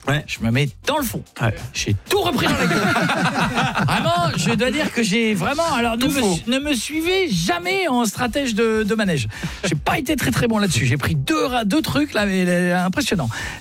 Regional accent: France; Qui a gagné? Bah, aucun, on est français.

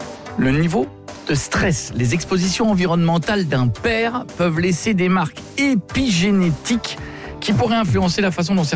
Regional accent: Hauts-de-France, France; Je viens de Picardie

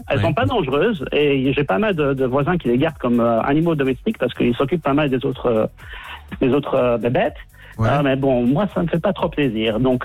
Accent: Belgium; now in Melbourne, Australia; Ah non, je suis belge d'origine.

